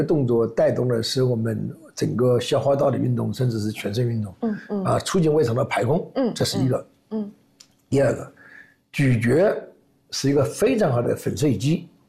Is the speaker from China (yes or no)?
yes; China; 这是我们中国人的常态，不知道在忙什么。